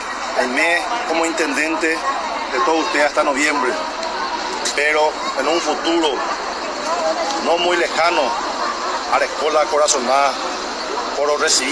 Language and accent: Spanish; Caapucú, Paraguarí, Paraguay; este hijo directo de Capucú